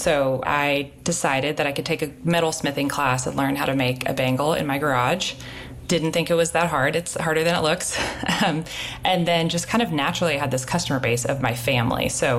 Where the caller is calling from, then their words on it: Nashville, Tennessee, United States; I'm calling from Nashville, Tennessee.